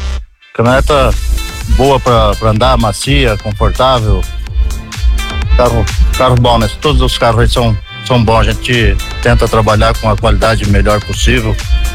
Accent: Petrolândia, Santa Catarina, Brazil; moved away as an adult; now in Ituporanga, Brazil; Petrolândia é minha terra, né? Petrolândia é minha terra de paixão. Morei muitos anos lá, agora tô desde 2009, tô morando em Tuporanga.

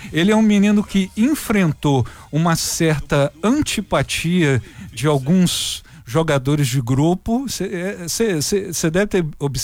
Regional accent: Brazil; Eu sou brasileiro.

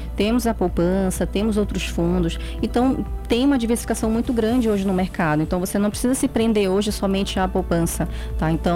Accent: Belém, Pará, Brazil; moved away; sou paraense.

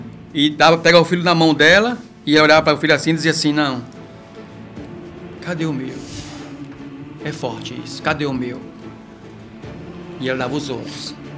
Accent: the sertão, Northeast Brazil, Brazil; born there; eu nasci no sertão.

